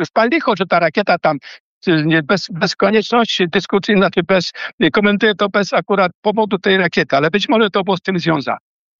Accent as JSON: {"language": "Polish", "town": "Kraśnik", "region": "Lublin Voivodeship", "country": "Poland", "said": "bo jestem z okolic Kraśnika. Tam jest mój brat, tam jest moja rodzina, tam są groby moich rodziców i wujów, dziadków i tak dalej."}